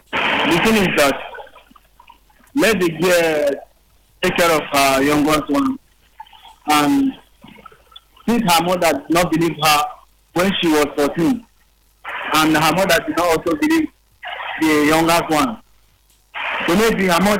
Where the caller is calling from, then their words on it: Nigeria; I'm calling from Romala.